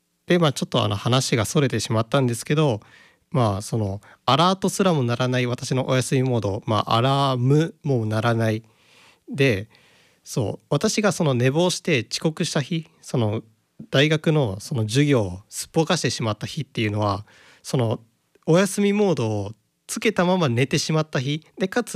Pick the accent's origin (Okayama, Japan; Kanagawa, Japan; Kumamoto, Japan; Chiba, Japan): Okayama, Japan; 私岡山出身と言ったことがあったと思うんですけども